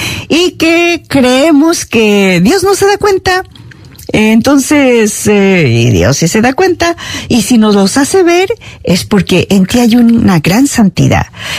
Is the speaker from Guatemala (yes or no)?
yes; Guatemala; sea en México, sea aquí, sea en Guatemala, en mi país de origen